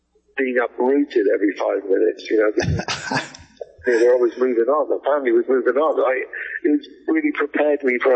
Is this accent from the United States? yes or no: no; England, United Kingdom; born there; also born or lived in Canada; Well, I was born in England. My parents were Welsh, but I was born in England, and we travelled a lot. We moved a lot. We moved 18 times.